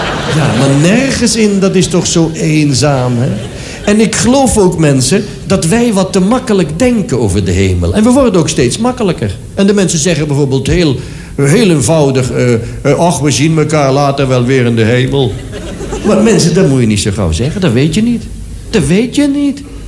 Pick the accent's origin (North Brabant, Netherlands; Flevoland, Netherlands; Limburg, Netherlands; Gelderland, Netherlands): Limburg, Netherlands; Sittard; born there; in Sittard, waar ik geboren ben